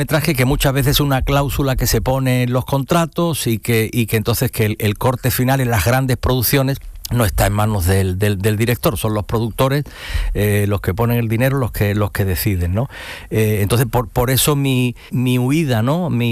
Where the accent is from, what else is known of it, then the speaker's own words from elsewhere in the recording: Seville, Andalusia, Spain; born there; now in Madrid, Spain; Y he hecho aquí mi tierra, que es Andalucía, y que bueno, yo me vine muy muy muy niño, muy jovencito a Sevilla, y aquí he rodado mucho